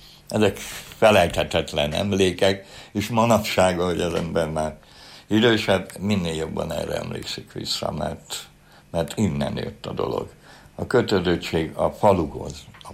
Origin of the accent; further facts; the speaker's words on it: Budapest, Hungary; mert én ott nevelkedtem olyan helyen, ahol a világ legszebb helye